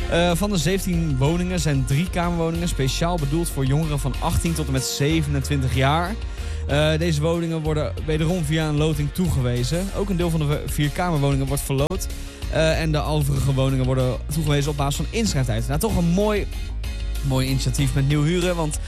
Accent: Gouda, South Holland, Netherlands; ik kom zelf uit Gouda

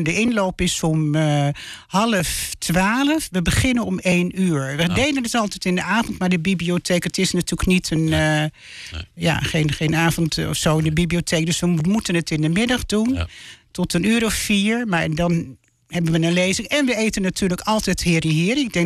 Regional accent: Netherlands; Ik zelf ben hier geboren en getogen

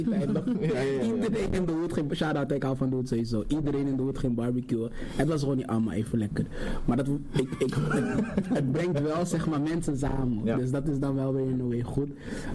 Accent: Amsterdam, North Holland, Netherlands; Ik kom uit Zuidoost, dus nee, ik kom vanuit, dan, ik ben Surinaams opgevoed, maar in mijn galerij woont alle culturen eigenlijk.

